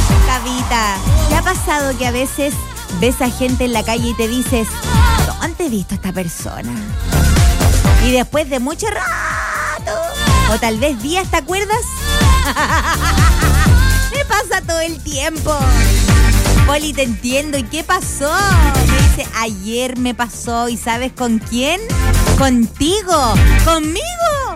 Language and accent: Spanish; Dominican Republic; Y soy de la RD